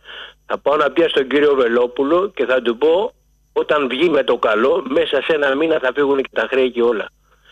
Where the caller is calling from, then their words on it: Pikermi, Attica, Greece; είμαι από το Πικέρμι.